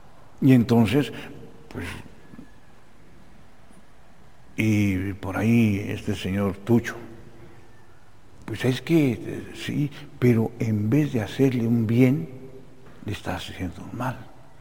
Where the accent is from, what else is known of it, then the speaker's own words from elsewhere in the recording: Mexico City, Mexico; Y yo vengo de Chilangolópolis